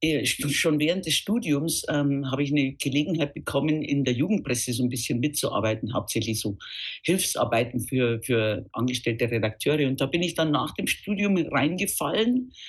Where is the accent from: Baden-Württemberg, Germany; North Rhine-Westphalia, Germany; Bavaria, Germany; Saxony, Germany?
Bavaria, Germany; accent: Bavarian; also born or lived in Munich; Also ich bin tatsächlich in einem ganz, ganz winzigen kleinen Bauerndorf in Niederbayern groß geworden. Wie gesagt, das hört man mir bis heute an.